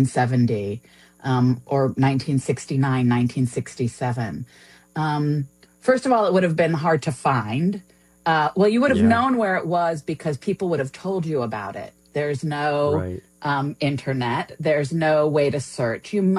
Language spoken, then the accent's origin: English; New York City, New York, United States; now in Chicago, United States; So I grew up in New York City, not far from the Stonewall Inn. I now live in Chicago